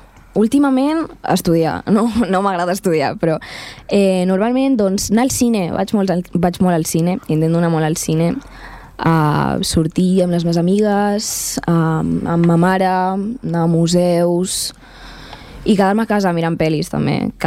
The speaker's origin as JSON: {"language": "Catalan", "region": "Catalonia", "country": "Spain", "tie": "born or raised there", "also_born_or_lived": "Bolivia", "said": "visc amb la família de ma mare, que és catalana, i jo he crescut sempre aquí a Catalunya."}